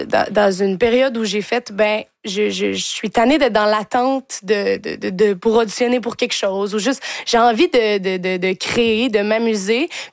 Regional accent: Quebec City, Quebec, Canada; now in Montreal, Canada; moi je viens de Québec, j'ai vu un petit peu des gens comme ça, puis je suis dans Hochelaga aussi

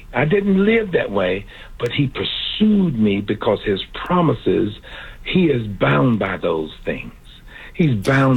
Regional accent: North Carolina, United States; I said ain't because I'm from North Carolina

